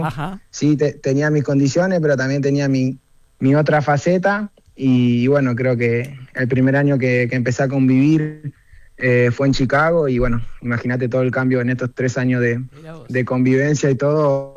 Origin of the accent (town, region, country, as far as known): Carmen de Patagones, Buenos Aires Province, Argentina; now in Buenos Aires, Argentina